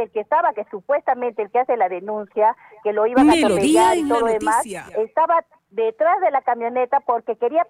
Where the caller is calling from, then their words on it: Peru; yo vivo en Peregrinos, en el sector 8